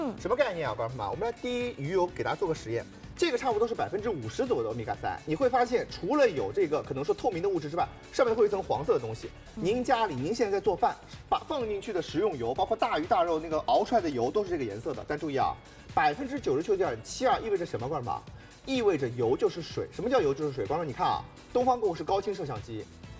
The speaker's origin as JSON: {"language": "Chinese", "region": "Shanghai", "country": "China", "said": "咱们上海人老年人的生活真的是丰富多彩。"}